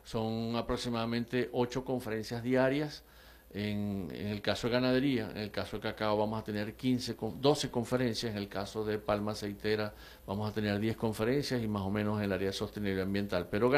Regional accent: Maracaibo, Zulia, Venezuela; born there; yo también tengo sangre falconiana, pero nací aquí. Pero esto que vive Maracaibo

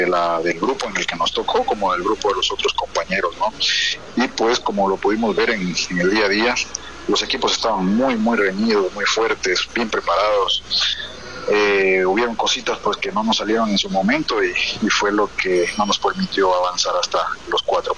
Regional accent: Quinindé, Esmeraldas, Ecuador; now in Sucumbíos, Ecuador; con un equipo de Quinindé, mi ciudad natal, compañeros que conozco de toda la vida

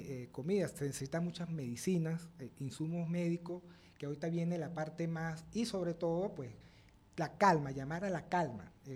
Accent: Venezuela; Mis padres son extranjeros, pero yo prácticamente me siento más venezolano que cualquier otra persona, porque yo amo a mi país, yo amo mi tierra.

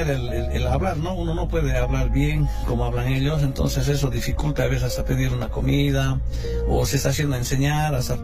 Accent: Tarabujillo, Chuquisaca, Bolivia; now in Tarija, Bolivia; hace 17 años que vivo acá en Tarija. Yo soy de Sucre y me vine a, por estos lados buscando un futuro mejor.

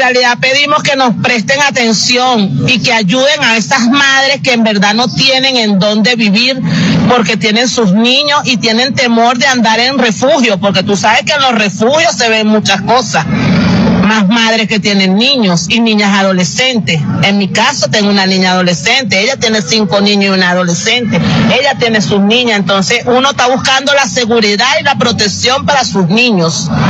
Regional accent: Caracas, Capital District, Venezuela; Sí, del propio Caracas.

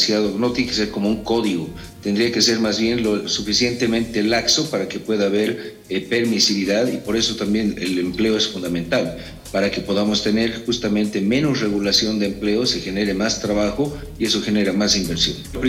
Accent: Bolivia

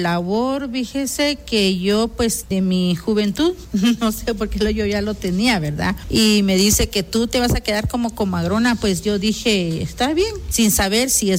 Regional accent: Alta Verapaz, Guatemala; first language Q'eqchi'; Spanish is a second language; soy de Alta Verapaz y mi idioma es Quechí.

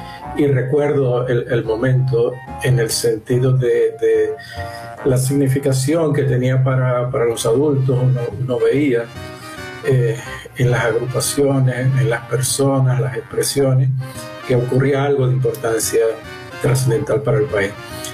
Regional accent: Venezuela; soy hijo de un venezolano de mi mismo nombre que vino navegando desde la isla de Margarita, atraído por el momento petrolero nacional.

